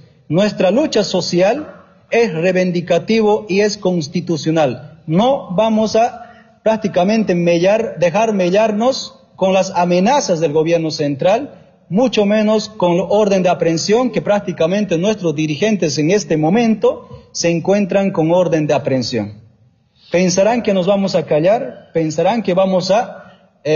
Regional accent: Bolivia; como bolivianos y como bolivianas.

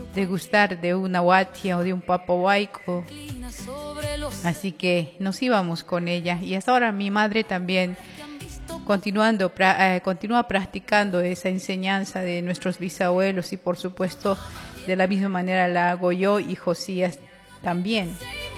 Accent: Urmiri, Bolivia; en mi pueblo en Urmiri

